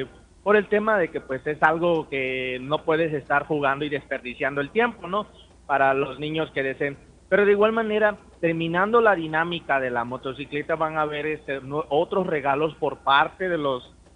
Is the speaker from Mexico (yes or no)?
yes; Mexico; es algo que como mexicano nos representa.